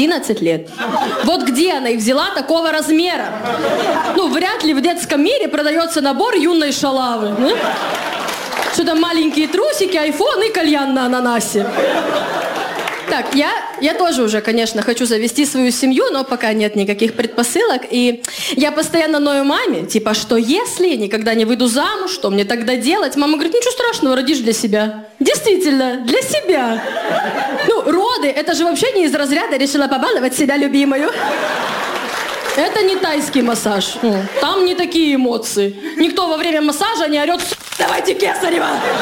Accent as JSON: {"language": "Russian", "town": "Khabarovsk", "region": "Khabarovsk Krai", "country": "Russia", "moved": "as an adult", "lives_now": "Moscow, Russia", "said": "Значит, я из Хабаровска. Вот, уже 3 года живу в Москве."}